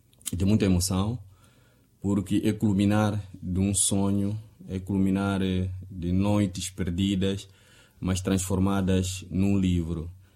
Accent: Angónia, Tete, Mozambique; moved away; Angônia. É lá onde eu cresci, é lá onde comecei a trabalhar, então é lá onde tenho meus amigos.

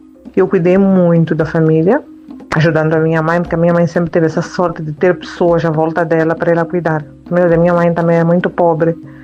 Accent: Mozambique; moved away as an adult; Saí de Moçambique já adulta, já era mãe. Por que que eu emigrei? Eu emigrei porque tive uma oportunidade de emigrar.

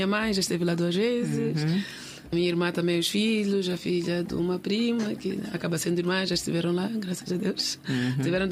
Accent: Mozambique; Eu digo, eu sou moçambicana e digo, no geral, nós os africanos já temos um PhD da vida.

